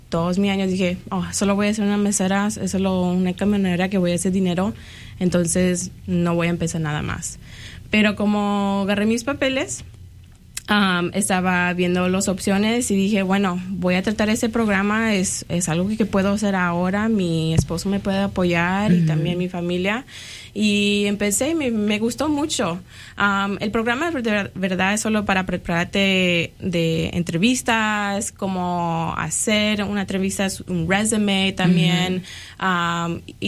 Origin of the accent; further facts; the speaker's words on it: Argentina; moved away; Yo soy de Argentina.